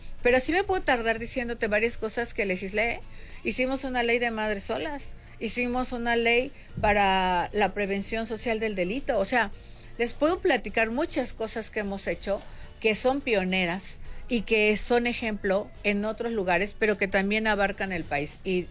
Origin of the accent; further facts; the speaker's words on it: Mexico; Todos somos orgullosamente mexicanos.